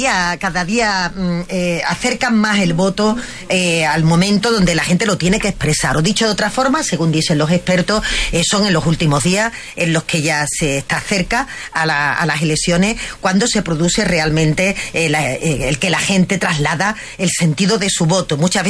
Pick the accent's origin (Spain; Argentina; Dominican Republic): Spain; Andalusia; Porque la visión del sur que traemos las personas que somos de Andalucía